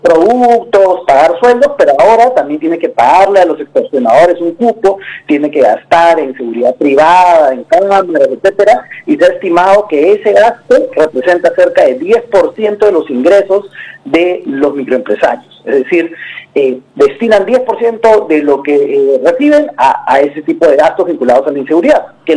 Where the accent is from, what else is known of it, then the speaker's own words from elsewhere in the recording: Peru; nosotros como peruanos